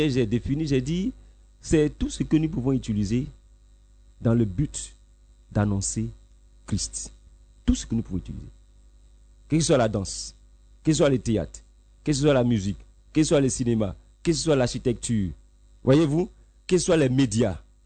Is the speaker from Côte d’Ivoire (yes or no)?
yes; Côte d’Ivoire; Nous sommes en Côte d'Ivoire.